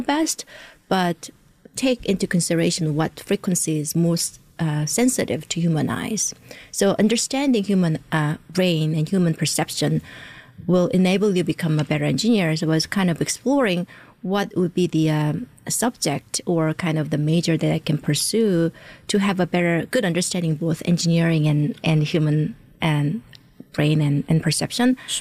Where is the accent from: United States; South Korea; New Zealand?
South Korea; English is a second language; I think growing up in South Korea, I didn't know what are the career options that I had.